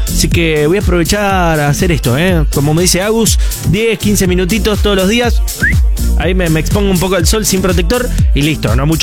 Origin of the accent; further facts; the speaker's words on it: Rosario, Santa Fe, Argentina; le conté que soy de Rosario